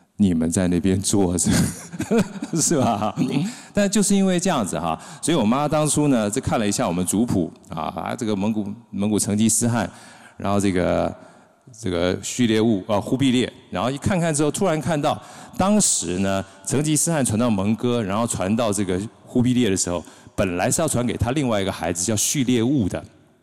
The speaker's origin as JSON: {"language": "Chinese", "town": "Houli", "region": "Taichung", "country": "Taiwan", "said": "因为我是台中人啊。你看他台中人就点头很开心，对不对？够凶嘛哈，我是后里人"}